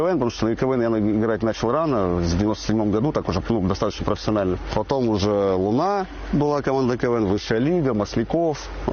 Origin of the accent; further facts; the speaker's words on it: Kurgan, Kurgan Oblast, Russia; Я родом из Кургана. Вот, а родня у меня, мама у меня из села Глядянское, это в Курганской области, 80 километров от Кургана.